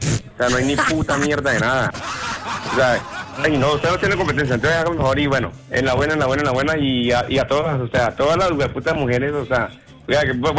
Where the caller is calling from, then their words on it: Cali, Valle del Cauca, Colombia; Yo estoy llamando de Santiago de Cali. Yo acabo de Pasto.